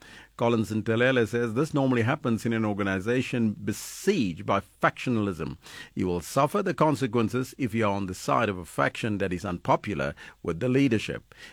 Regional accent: Kimberley, Northern Cape, South Africa; says John in Roodepan there in my hometown, Kimberley.

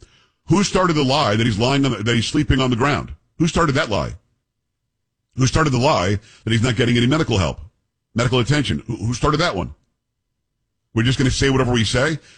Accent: Florida, United States; I grew up in South Florida.

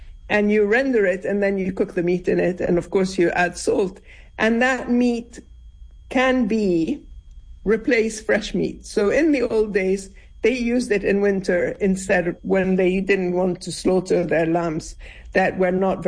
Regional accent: Beirut, Beirut Governorate, Lebanon; first language Arabic; English is a second language; moved away; also born or lived in Syria / Italy; now Lebanon is in a very sad, sorry state. But when I grew up there before, you know, the civil war, we did have a kind of mini civil war when I was six. It was, you know, it was Dolce Vita. It was like you had bars and cafes where my parents lived in Western Beirut.

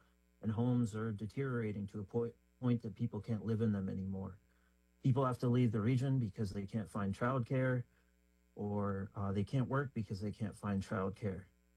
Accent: Bethel, Alaska, United States; I was born and raised in Bethel and on the Kuskokwim River.

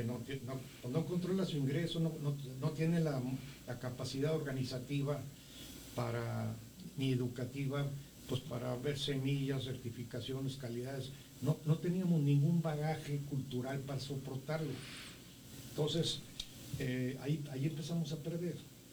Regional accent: Mexico; Entonces, todo es una reflexión que como mexicanos, como país, cada quien en su parcela, tenemos que actuar.

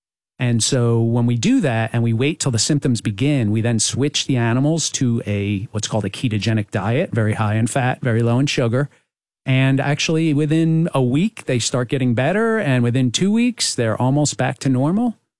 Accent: New Jersey, United States; I grew up in New Jersey, and for college, I went to Rutgers University.

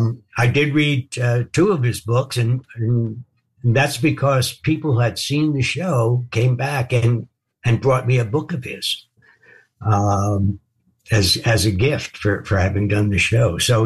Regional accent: New York, United States; Growing up in New York, I grew up in New York.

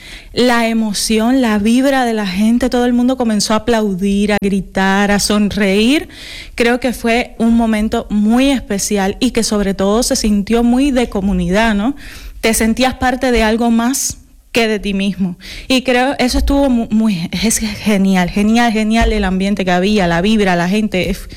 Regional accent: Guantánamo, Cuba; moved away; en la ciudad donde yo vivía, yo soy de Guantánamo

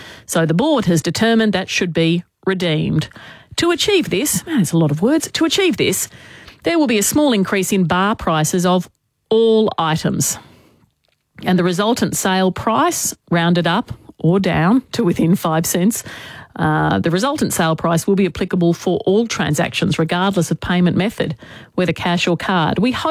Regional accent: Queensland, Australia; born or raised there

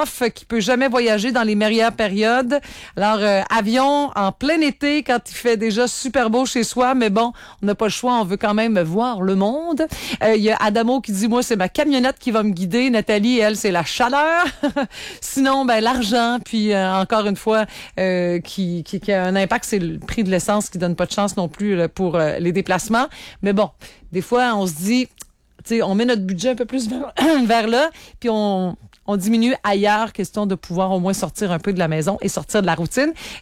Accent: Cap-à-la-Baleine, Quebec, Canada; on reste par chez nous au Cap à Baleine. Je te comprends, mon cher, c'est là que j'ai grandi.

